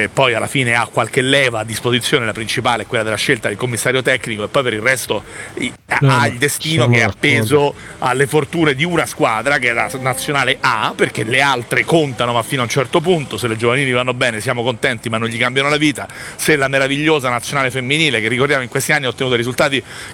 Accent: Milan, Lombardy, Italy; accent: Milanese; il mio accento milanese

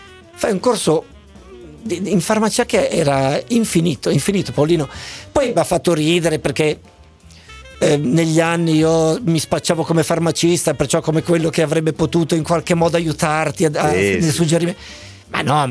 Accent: Genoa, Liguria, Italy; Io volevo fare psicologia, ma era a Padova, io sono di Genova.

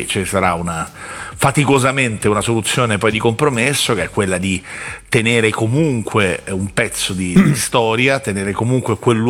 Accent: Rome, Lazio, Italy; io l'ho detto tante volte da romano, quindi da persona che adesso si affaccia alla finestra, dalla finestra vede lo stadio olimpico

